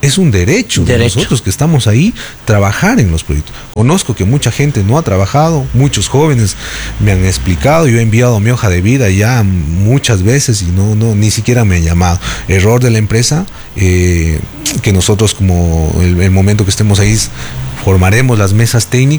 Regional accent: Ecuador; saludar a mi pueblo de Tundaime y a todos los alrededores del cantón y de la provincia.

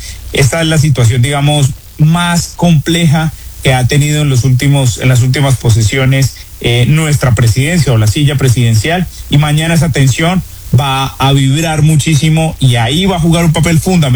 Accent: Colombia; nosotros también como colombianos

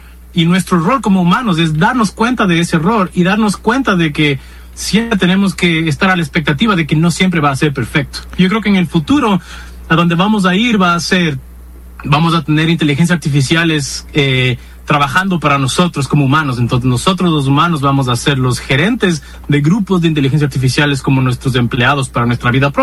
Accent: Ecuador; moved away; Yo salí de Ecuador en 2020 y lamentablemente no he regresado y tampoco conozco mucho de cómo están las cosas

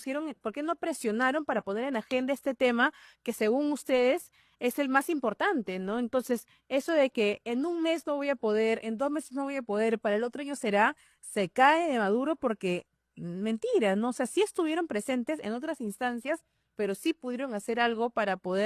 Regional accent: Peru; yo creo que ninguno como peruano va a querer que un gobierno fracase

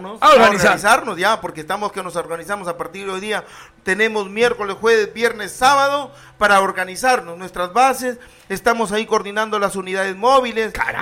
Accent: Túcume, Lambayeque, Peru

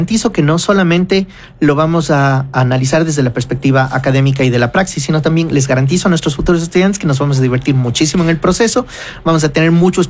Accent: Ecuador

